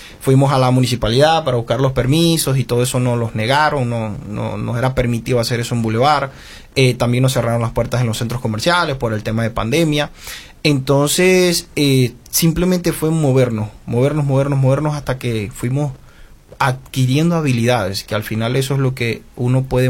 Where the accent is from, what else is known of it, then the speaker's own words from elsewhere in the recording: Venezuela; moved away as an adult; Y yo salí de Venezuela con el objetivo de trabajar y poder devolverme a Venezuela a casarme con Yagneri, que en ese momento estábamos comprometidos, pero los planes no fueron así.